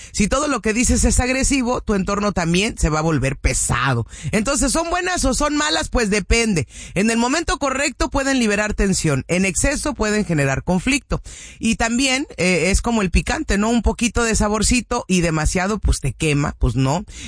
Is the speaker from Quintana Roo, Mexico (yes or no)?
no; Cuernavaca, Morelos, Mexico; soy de Cuernavaca, Morelos, pues casi, soy chilanguita.